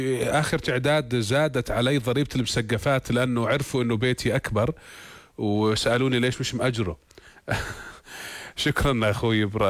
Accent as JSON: {"language": "Arabic", "country": "Jordan", "said": "احنا كلنا كأردنيين الحمد لله يعني احنا معروفين بمضيافين للجميع"}